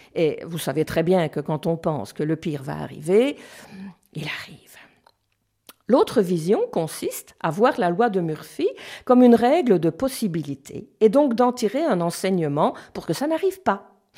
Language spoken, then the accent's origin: French; Belgium; Chez nous